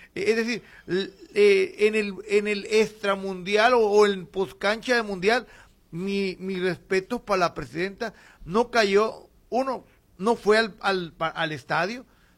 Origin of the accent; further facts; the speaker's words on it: Mexico; aquí en mi país